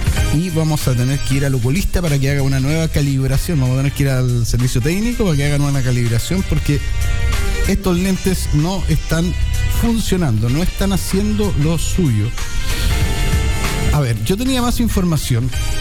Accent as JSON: {"language": "Spanish", "country": "Chile"}